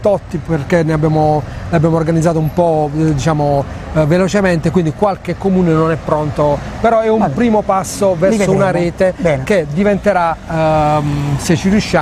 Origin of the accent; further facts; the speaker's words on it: Taranto, Apulia, Italy; io sono un tarantino, c'ho una cozza a fianco al cuore